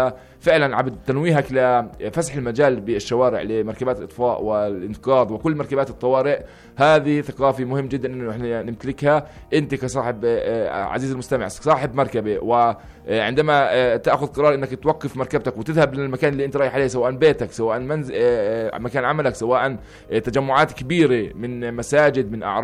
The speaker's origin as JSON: {"language": "Arabic", "country": "Palestine", "said": "وحتى احنا كمجتمع فلسطيني عبد اذا بتسمع"}